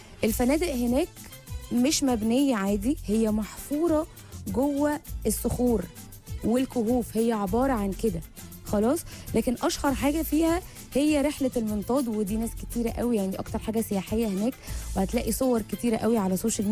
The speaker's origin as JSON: {"language": "Arabic", "country": "Egypt", "said": "لأن المطبخ التركي عندنا في مصر بيبقى برضو مزودين عليه شوية حاجات كده"}